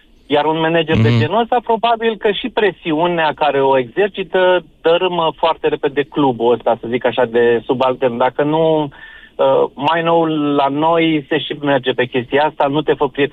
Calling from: Romania

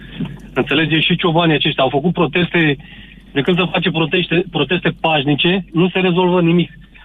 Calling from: Romania; eu sunt un român, cum să vă spun eu, încă îmi curge prin vene sânge de român.

